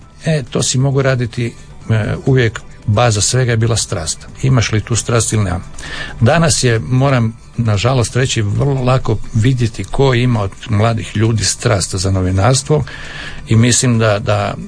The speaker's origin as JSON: {"language": "Croatian", "town": "Pula", "region": "Istria County", "country": "Croatia", "tie": "born there"}